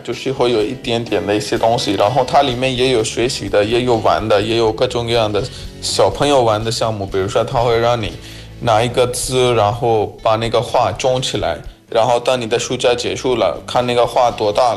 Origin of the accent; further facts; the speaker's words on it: Pakistan; also born or lived in central Pakistan; 我自己家是靠巴基斯坦的北部，我的老家就是我爸的老家是巴基斯坦的中部，是非常热的地方，可以说是巴基斯坦最热的地方，但是呢我们夏天的时候我们还是会去老家，